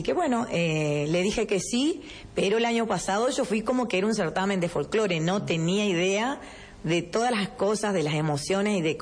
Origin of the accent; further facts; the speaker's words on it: Los Amores, Santa Fe, Argentina; yo soy de los Bajos Submeridionales, de Los Amores, que es el otro humedal que tenemos en nuestra provincia de Santa Fe